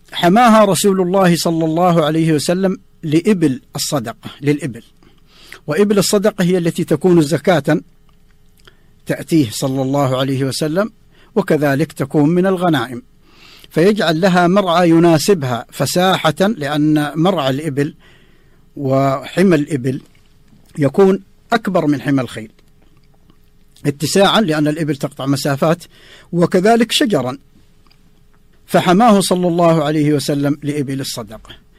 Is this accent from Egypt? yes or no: no; Saudi Arabia; بلادنا المملكة العربية السعودية